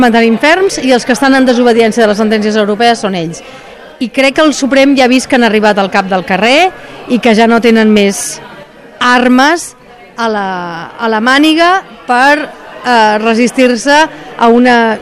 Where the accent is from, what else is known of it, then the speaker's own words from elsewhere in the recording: Catalonia, Spain; però jo sempre que em diuen ets de Barcelona, espanyola, jo sóc catalana. I quan em parlen en castellà, jo dic català, moltes gràcies, bon dia.